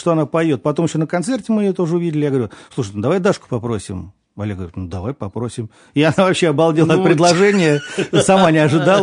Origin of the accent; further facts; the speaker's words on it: Moscow, Russia; Четыре исполнителя были, вот я был один из Москвы, и три было...